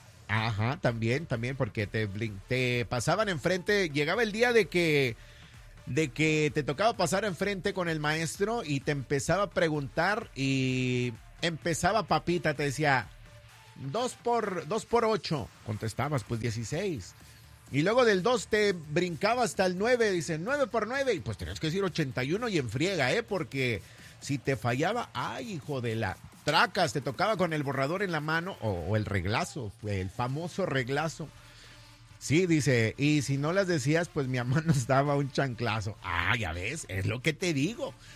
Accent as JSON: {"language": "Spanish", "country": "Mexico"}